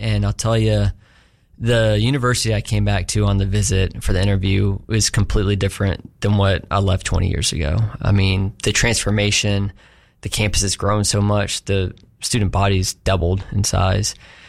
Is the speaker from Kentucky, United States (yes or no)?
no; Chattanooga, Tennessee, United States; born there; So I was born in Chattanooga, and then my parents were both born and raised in the state.